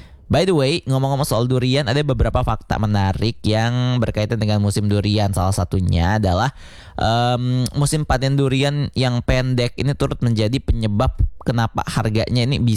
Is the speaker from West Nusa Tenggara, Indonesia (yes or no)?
yes; West Nusa Tenggara, Indonesia; karena daerahku di Kabupaten Lombok Utara, tepatnya di daerah Selelosan